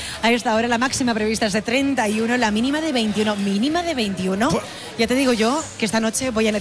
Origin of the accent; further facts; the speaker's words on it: Almería, Andalusia, Spain; Compramos mucho lo nuestro, somos los almerienses.